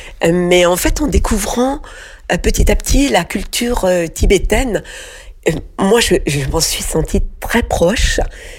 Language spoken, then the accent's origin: French; France; born there; cette vie-ci, je suis née en France.